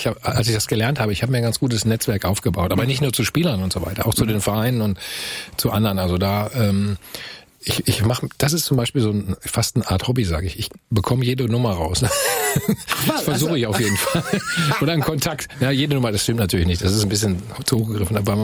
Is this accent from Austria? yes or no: no; Bielefeld, North Rhine-Westphalia, Germany; Ja, ich komme aus Bielefeld, aus der Ecke, weißt